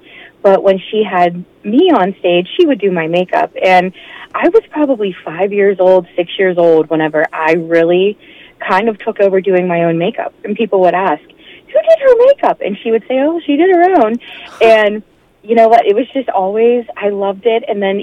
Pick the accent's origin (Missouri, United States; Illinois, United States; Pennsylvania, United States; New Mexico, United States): Pennsylvania, United States; Yes, I grew up south of Pittsburgh.